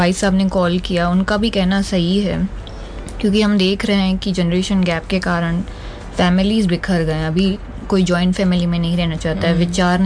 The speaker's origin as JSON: {"language": "Hindi", "town": "Pune", "region": "Maharashtra", "country": "India", "said": "जैसे कि मैं पुणे से बिलोंग करती हूँ"}